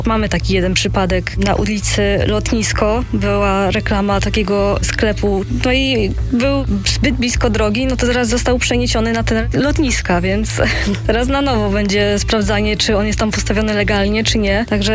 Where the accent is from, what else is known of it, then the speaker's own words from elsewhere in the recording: Gliwice, Silesian Voivodeship, Poland; now in Katowice, Poland; Ja jestem z Gliwic, od ponad roku mieszkam w Katowicach.